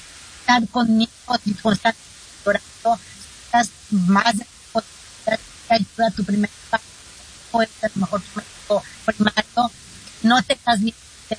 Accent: Mexico; yo soy mexicana, tenemos el Día de los Muertos

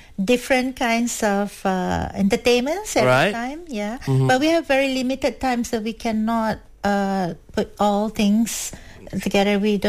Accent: Pahang, Malaysia; Tourism Pahang joining. I am from Pahang actually.

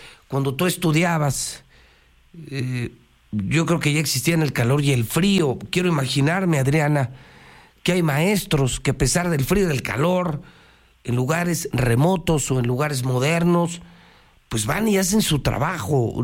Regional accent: Mexico; now in Aguascalientes, Mexico; ni como mexicano, ni como periodista, ni como empresario

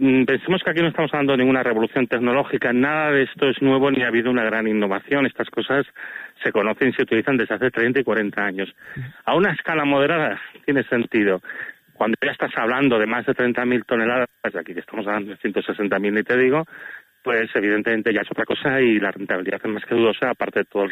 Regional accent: Castile and León, Spain; en mi provincia natal, la provincia de León

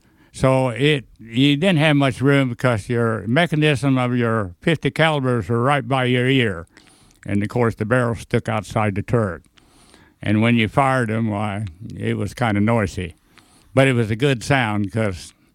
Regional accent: Dalhart, Texas, United States

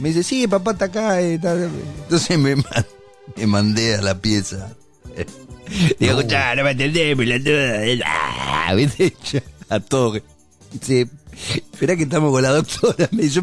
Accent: Argentina; Somos todos argentinos, somos distintos, somos diversos.

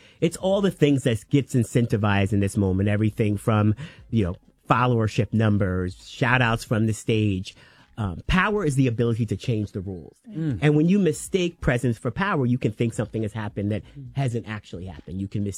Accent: New York, United States; I grew up on Eastern Long Island

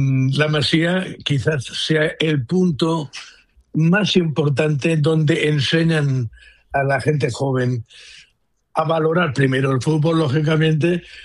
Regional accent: Barcelona, Catalonia, Spain; born there; Yo nací en Barcelona.

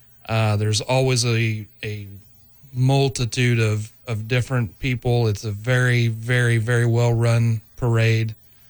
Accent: Rosedale, United States; I'm from Rosedale

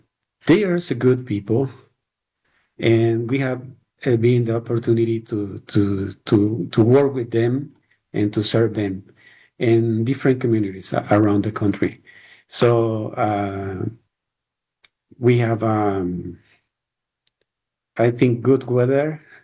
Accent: Honduras; first language Spanish; English is a second language; I'm serving in Honduras, my country.

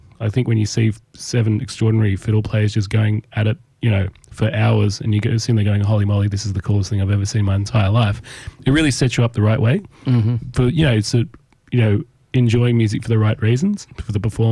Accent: Tamworth, New South Wales, Australia; I grew up in Tamworth, yes.

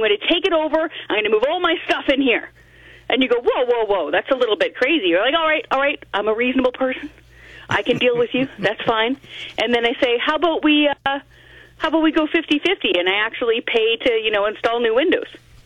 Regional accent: Canada; I'm Canadian.

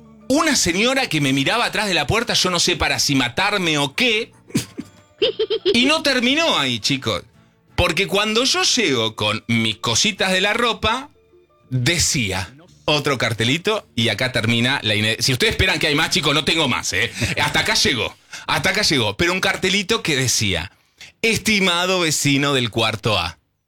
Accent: San Martín, Buenos Aires Province, Argentina; porque los que venimos de San Martín, del conurbano, y venimos de casas, sabemos que las casas tenían otro grosor, las paredes, ¿viste?

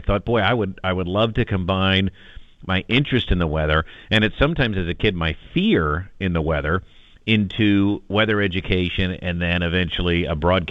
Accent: Bloomsburg, Pennsylvania, United States; I grew up in Bloomsburg, so we were in the Scranton, PA market, not that far away from here, just up the river.

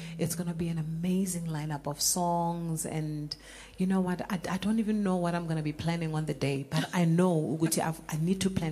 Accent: South Africa; first language Sepedi; English is a second language; It's my mother tongue. I've become alive. I think I express myself best when I sing in a language that I grew up speaking.

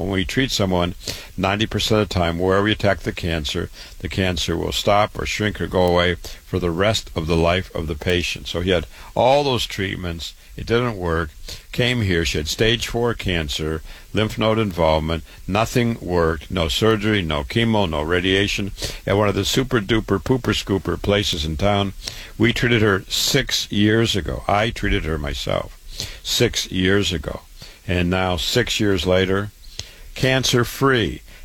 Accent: Waterloo, Iowa, United States; born or raised there

